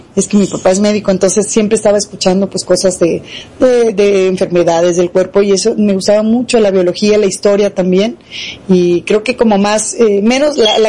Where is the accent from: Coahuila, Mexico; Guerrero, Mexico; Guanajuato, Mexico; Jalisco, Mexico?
Jalisco, Mexico; Guadalajara; yo soy de aquí de Guadalajara, nací en una familia de tres